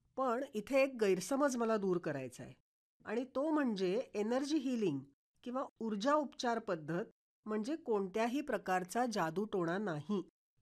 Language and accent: Marathi; Mumbai, Maharashtra, India; now in Ratnagiri, India; मी मूळची मुंबईची. 2000 साली मी जेव्हा रत्नागिरीत आले तेव्हा माझ्यासाठी तो एक मोठा बदल होता.